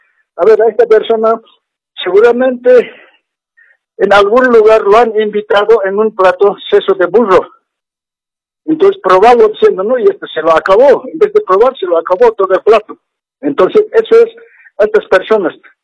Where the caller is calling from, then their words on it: El Alto, La Paz, Bolivia; de la ciudad del Alto.